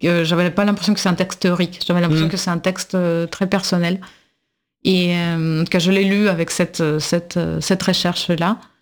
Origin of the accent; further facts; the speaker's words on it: Russia; Et en tant que russe, je pense que oui